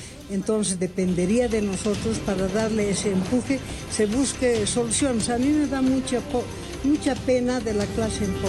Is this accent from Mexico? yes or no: no; Bolivia